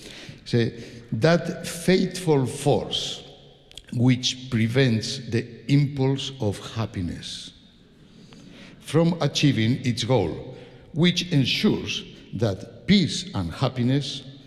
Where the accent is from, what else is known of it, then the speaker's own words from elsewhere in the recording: Spain; English is a second language; I am from Spain